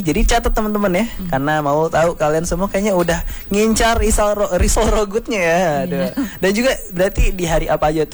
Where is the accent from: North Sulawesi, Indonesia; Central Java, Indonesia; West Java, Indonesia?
West Java, Indonesia; aku kan Sunda ya kak ya